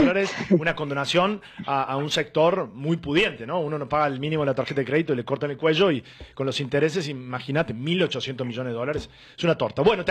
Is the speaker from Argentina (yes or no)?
yes; Argentina; Somos parte del Estado, ¿verdad? Del Estado de la Nación Argentina.